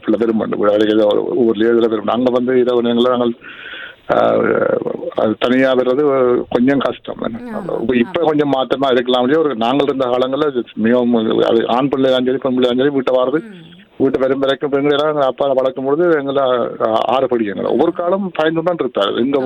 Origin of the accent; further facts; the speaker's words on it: Northern Province, Sri Lanka; born there; moved away